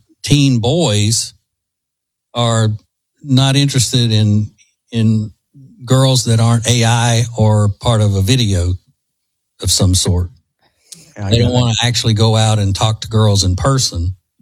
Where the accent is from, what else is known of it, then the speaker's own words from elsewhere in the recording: Louisiana, United States; Because I'm from Louisiana.